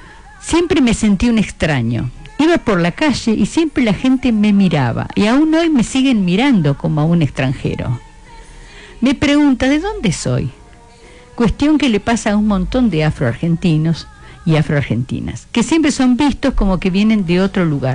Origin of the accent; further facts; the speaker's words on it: Argentina; me preguntó de dónde era. Y le dije, soy argentino.